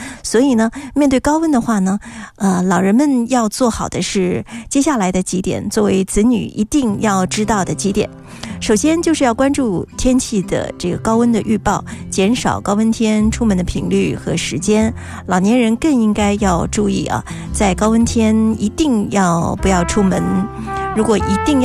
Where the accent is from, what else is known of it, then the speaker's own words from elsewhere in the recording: Jiangnan, China; 怎么着都让我们江南人觉得怦然心动